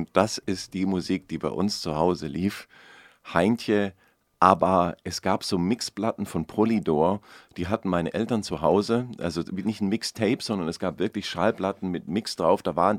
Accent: Baden-Württemberg, Germany; now in Cologne, Germany; Ich bin Süddeutscher aus Schwaben, ich wohne jetzt in Köln.

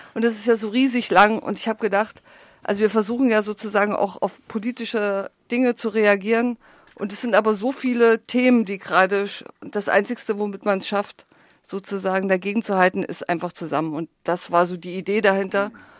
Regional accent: Weimar, Thuringia, Germany; ist ein ganz alter Freund von mir, ich komme ja auch aus Weimar, der Volle.

